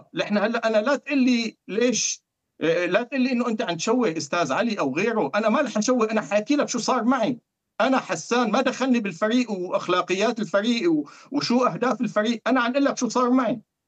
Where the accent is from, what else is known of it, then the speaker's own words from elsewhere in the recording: Syria; يعني أنا هيك عن افترض كسوري